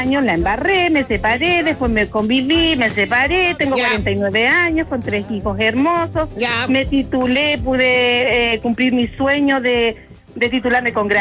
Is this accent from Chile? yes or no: yes; Santiago, Santiago Metropolitan Region, Chile; moved away as an adult; now in Linares, Chile; para vender shawarma acá desde Linares. Me vine de Santiago, vieja querida.